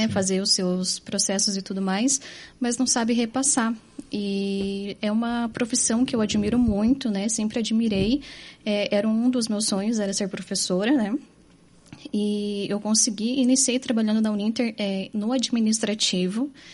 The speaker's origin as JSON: {"language": "Portuguese", "town": "Curitiba", "region": "Paraná", "country": "Brazil", "tie": "born there", "said": "Eu nasci em Curitiba."}